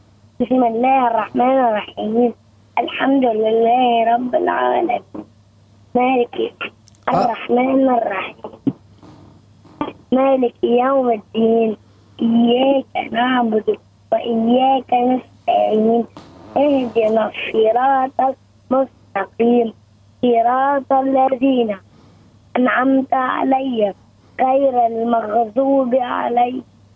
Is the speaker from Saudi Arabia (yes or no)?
no; Tunisia